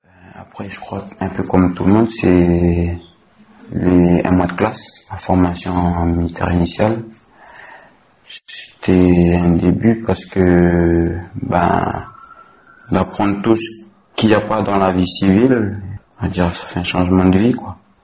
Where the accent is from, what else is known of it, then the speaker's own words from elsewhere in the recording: Lifou, Loyalty Islands Province, New Caledonia; j'ai 20 ans, je suis originaire de Lifou.